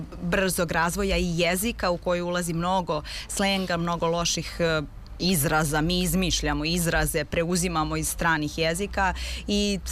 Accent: Serbia; to je meni kao domaćinu, kao nekom koja je odavde, meni prija da čujem da se neko lepo i domaćinski osjeća

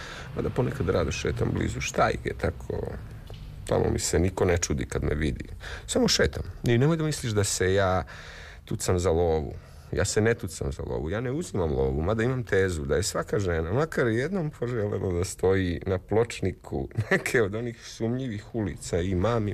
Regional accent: Belgrade, City of Belgrade, Serbia; Rođena. Ja sam rođena Beograđanka. Upamti. Beograđanka, četvrta generacija, upamti.

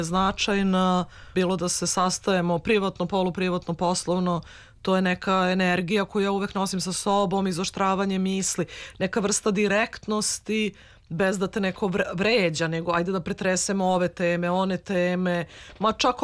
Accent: Belgrade, Serbia; Pre je bilo kada u Amsterdamu kažem da dolazim iz Beograda da ljudi odskoče.

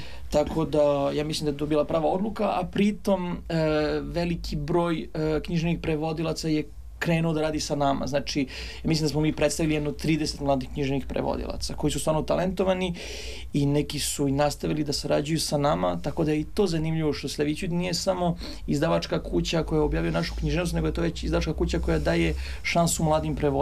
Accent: Serbia; Ja ću naravno kao neko koje je poreklom iz Srbije da predlažem srpske autore.

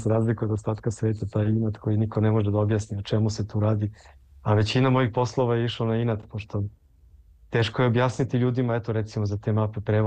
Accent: Paris, Île-de-France, France; odrastao sam u Parizu gdje je sistem fantastičan.

